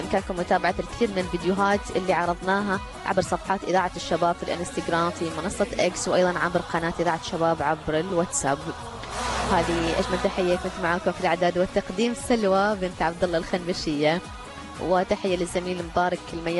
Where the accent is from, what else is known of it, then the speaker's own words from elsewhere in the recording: Oman; ليلة جدا مختلفة بالنسبة لنا كعمانيين